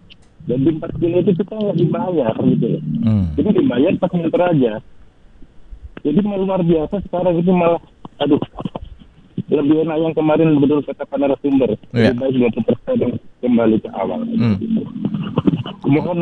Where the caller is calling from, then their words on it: Bali, Indonesia; Selamat malam Pak narasumber, ini saya dari Bali, saya juga ojol, depannya saya Gojek.